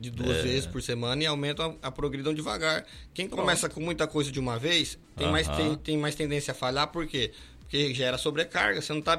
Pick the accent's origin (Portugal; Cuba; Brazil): Brazil; Cacoal, Rondônia; also born or lived in Vilhena; Eu sou de Cacoal, nascido aqui em Cacoal, morei por alguns anos em Vilhena, mas eu sempre fui apaixonado por esse lugar.